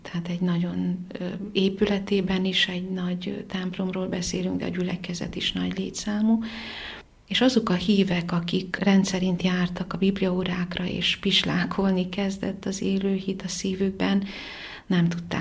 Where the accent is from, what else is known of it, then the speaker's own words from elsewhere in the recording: Zalău, Sălaj, Romania; abban a városban, ahol születtem és gyerekkoromat is töltöttem, Zilahon